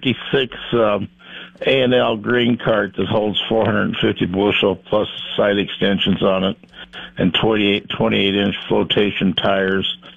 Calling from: Randolph, Nebraska, United States; from Randolph.

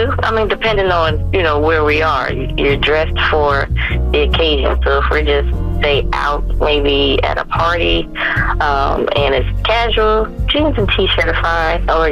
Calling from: New Jersey, United States; I'm calling from Jersey.

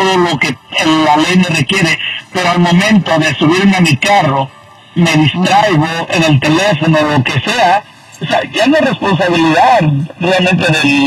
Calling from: Sacramento, California, United States; Hablamos aquí de Valle, Sacramento, California.

